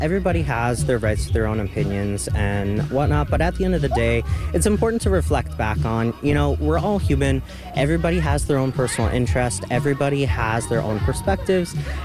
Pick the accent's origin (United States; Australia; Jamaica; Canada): Canada; Happy Valley-Goose Bay, Newfoundland and Labrador; I'm from Happy Valley Goose Bay, family's from Labrador